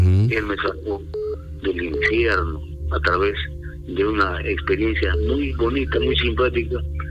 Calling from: Yarinacocha, Ucayali, Peru; Yo le estoy llamando de acá, de Yarinacocha, de Ucayali

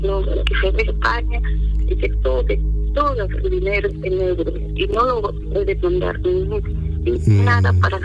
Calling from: Chimbote, Ancash, Peru; Pastor, llamo de Chimbote.

